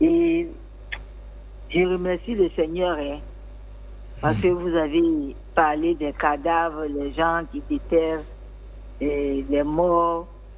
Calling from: Grand-Bassam, Sud-Comoé, Côte d’Ivoire; chez moi, à Bassam

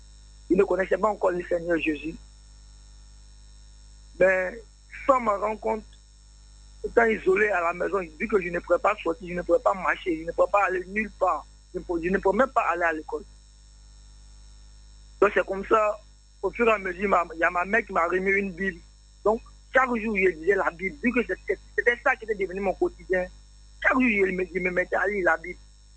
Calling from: Bobo-Dioulasso, Hauts-Bassins, Burkina Faso; J'appelle la Bobo.

